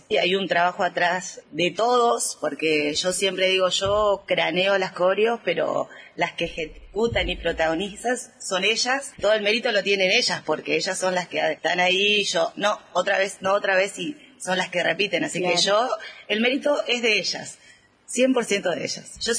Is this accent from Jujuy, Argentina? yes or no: no; Buenos Aires, Argentina; now in Río Mayo, Argentina; Yo llegué en el 2023 a Río Mayo, vengo de Buenos Aires, casada con gendarme, entonces esta vida nos lleva un poquito a vivir en muchos lugares.